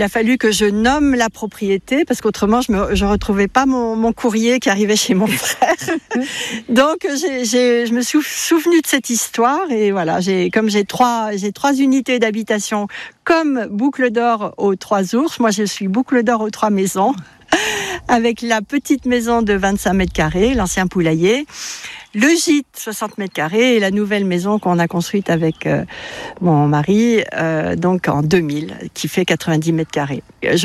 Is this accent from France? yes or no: yes; Paris, Île-de-France, France; moi quand j'étais petite, j'habitais à Paris